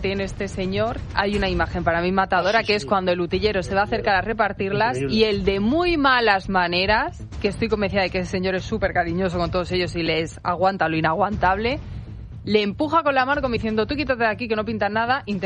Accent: Spain; de que la gente de mi país lo está pasando muy mal.

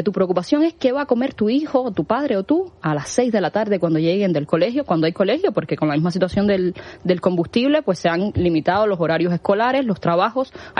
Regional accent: Mayabeque, Cuba; Justo mi provincia, mi pueblito, digamos, es donde sale la lancha, la única lancha que tiene conexión con esa isla.

